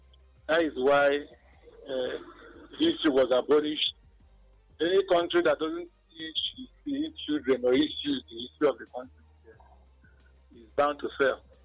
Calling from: Igbo, Igboland, Nigeria; I see myself first as an Igbo man before I see myself as a Nigerian.

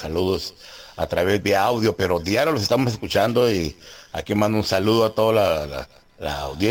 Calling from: Playas de Rosarito, Baja California, Mexico; de parte de su amigo … desde Playa de Rosarito.

